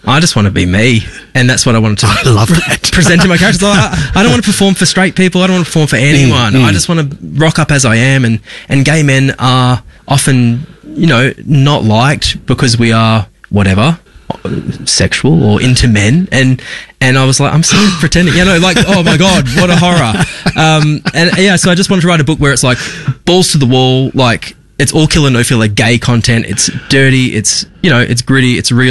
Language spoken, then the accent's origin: English; Geraldton, Western Australia, Australia; Growing up in Geraldton, it was like being gay means like being, I don't know, in America.